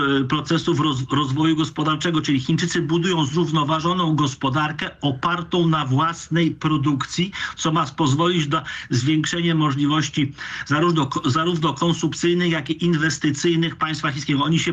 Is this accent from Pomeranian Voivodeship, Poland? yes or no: yes; Gdańsk, Pomeranian Voivodeship, Poland; ja jestem z Gdańska.